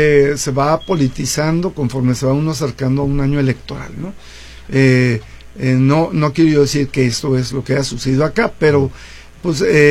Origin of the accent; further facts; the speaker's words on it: Ciudad Juárez, Chihuahua, Mexico; also born or lived in Guadalajara; Yo nací en la ciudad de Guadalajara, pero realmente soy juarense porque aquí estudié, soy egresado de la UACJ.